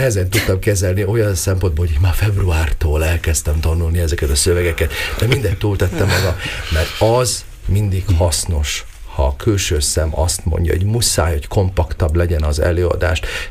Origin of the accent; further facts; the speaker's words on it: Hungary; magyar vagyok